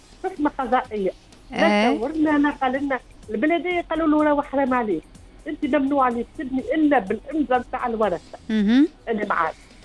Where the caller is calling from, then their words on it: Tunis, Tunis Governorate, Tunisia; أنا من تونس العصر.